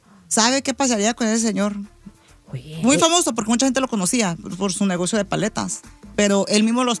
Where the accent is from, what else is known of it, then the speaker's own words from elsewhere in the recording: Los Angeles, California, United States; donde yo crecí en Los Ángeles, uh-huh, había un señor, un paletero.